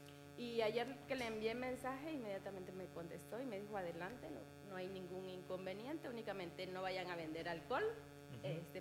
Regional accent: Campeche, Mexico; somos de comunidades, yo soy de Chetumul y ella de Sabancuy

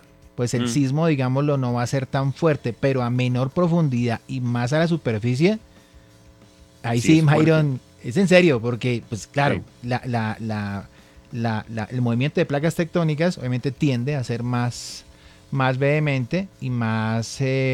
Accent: Colombia; nosotros como colombianos

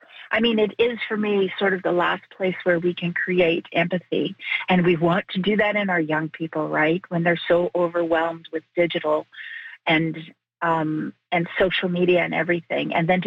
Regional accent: Winnipeg, Manitoba, Canada; I mean, I grew up in Winnipeg.

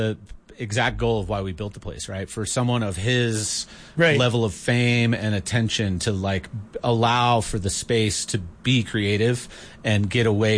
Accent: United States; moved away as an adult; now in Iceland; I'm an American who literally had never been to Iceland before.

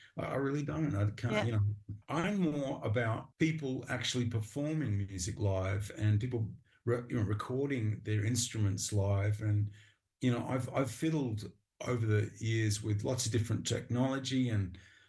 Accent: Perth, Western Australia, Australia; I remember very clearly, you know, as a little kid growing up in Perth in Western Australia, Mum gave me a little transistor radio, and I used to put it under my pillow at night.

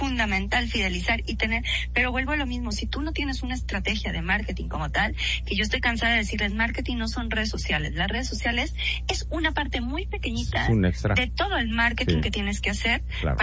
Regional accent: Mexico; moved away as an adult; also born or lived in Guadalajara; now in Madrid, Spain; soy un amante de mi país, soy orgullosamente mexicana

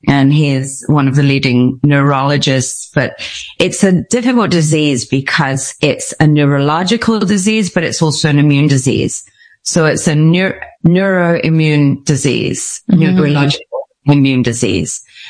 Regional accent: Stratford-upon-Avon, West Midlands, United Kingdom; moved away as an adult; also born or lived in Mexico; I decided to leave Mexico, go back to England because I'm obviously from Stratford-upon-Avon in England. You can tell by my accent. And so I decided to go home to England

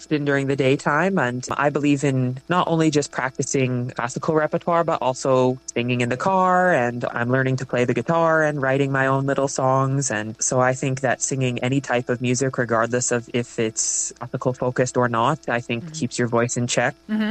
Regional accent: Alberta, Canada; My wife is from Florida, and I'm from Alberta, so a long distance in between

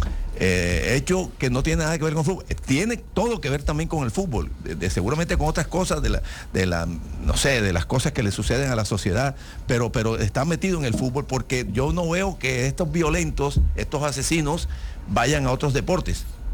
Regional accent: Colombia

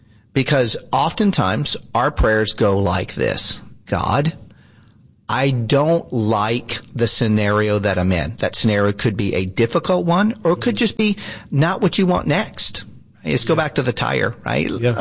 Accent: the South, United States; I grew up in the South.

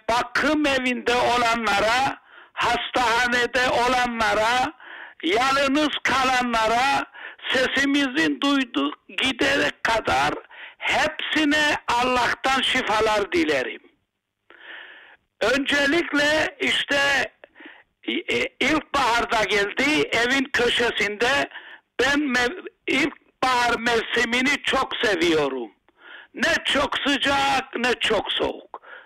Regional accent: Yeni Boğaziçi, Famagusta District, Cyprus; Yeni Boğaziçi Ayasergiliyim.

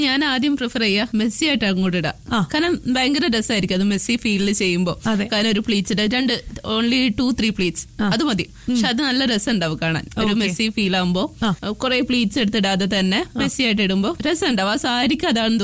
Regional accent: Kozhikode, Kerala, India; Kozhikode.

